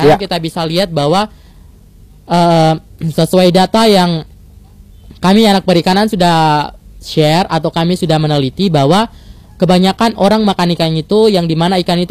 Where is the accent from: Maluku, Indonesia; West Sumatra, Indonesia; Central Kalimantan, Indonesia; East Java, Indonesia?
Maluku, Indonesia; bagi kita warga Maluku